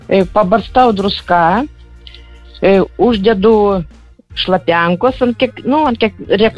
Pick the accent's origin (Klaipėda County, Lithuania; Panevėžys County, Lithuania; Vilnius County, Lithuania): Vilnius County, Lithuania; Trakų rajono.